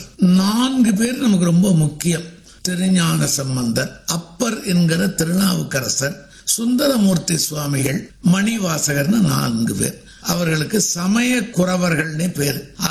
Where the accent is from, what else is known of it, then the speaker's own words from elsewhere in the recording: Chidambaram, Tamil Nadu, India; சிதம்பரமே தான். அங்க இருந்து கொண்டு தமிழ் பணிய இறை பணியும் செய்கிறேன்.